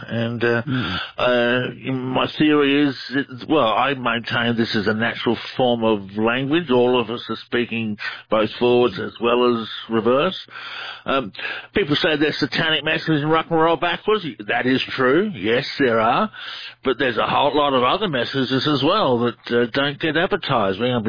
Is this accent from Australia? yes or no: yes; Australia; which I thought is quite ironic because I'm from the Outback.